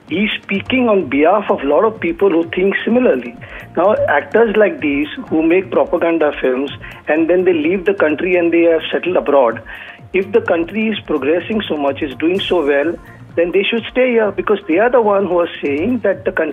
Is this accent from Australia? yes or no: no; India; I'm an Indian, I love my country, and I love being here.